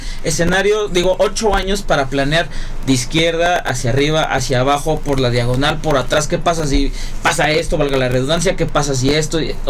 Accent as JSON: {"language": "Spanish", "country": "Mexico", "said": "Como buenos mexicanos, sí."}